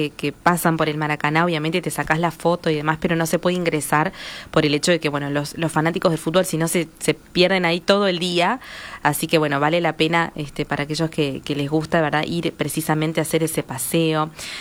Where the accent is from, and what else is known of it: Spain